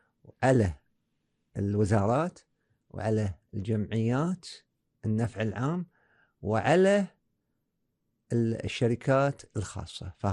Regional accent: Kuwait; اليوم انا اتكلم كمبادر وباسم الكويت

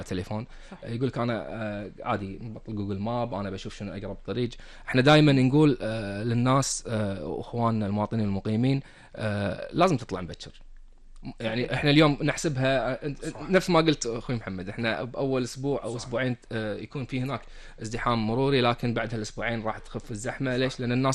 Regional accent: Kuwait; عندنا بالكويت

